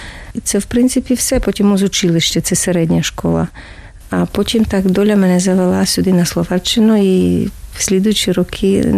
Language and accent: Ukrainian; Rivne, Rivne Oblast, Ukraine; born there; Народилася на Україні, в місті Рівному.